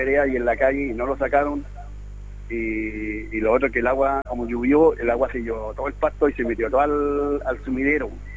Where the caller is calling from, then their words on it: Villa Alegre, Maule, Chile; De Villalegre